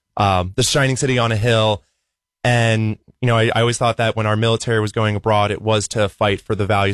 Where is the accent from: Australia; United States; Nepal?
United States; And then the third identity crisis is as an American